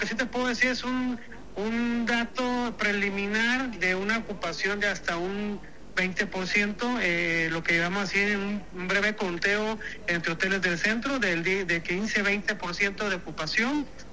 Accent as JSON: {"language": "Spanish", "region": "Jalisco", "country": "Mexico", "said": "pues yo soy del estado de Jalisco"}